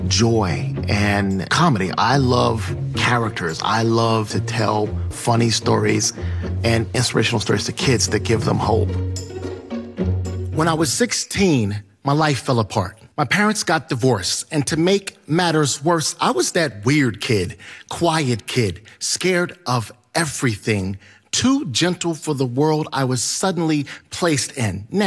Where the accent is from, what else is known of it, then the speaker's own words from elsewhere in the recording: Providence, Rhode Island, United States; I'm from Providence, Rhode Island, which is 40 minutes from Boston.